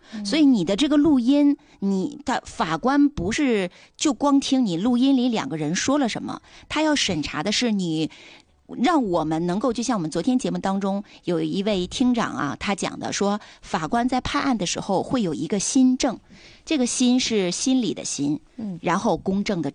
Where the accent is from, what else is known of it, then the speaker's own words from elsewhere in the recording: China; 我们中国人避免不了去考虑这些问题。